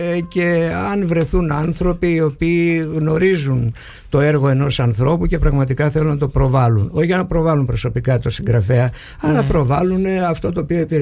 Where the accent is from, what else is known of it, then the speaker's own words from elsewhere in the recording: Agrinio, Western Greece, Greece; τον τόπο μου εδώ, το Αγρίνιο, το Αγγελόκαστρο, γενικότερα τη Δυτική Ελλάδα.